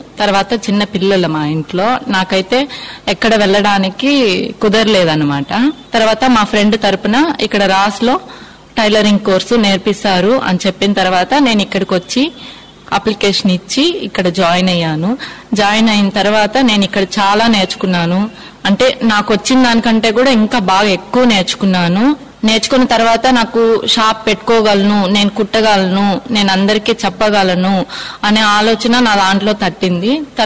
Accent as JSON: {"language": "Telugu", "town": "Tirupati", "region": "Andhra Pradesh", "country": "India", "said": "నాది Tirupati auto Nagar Ambedkar colony."}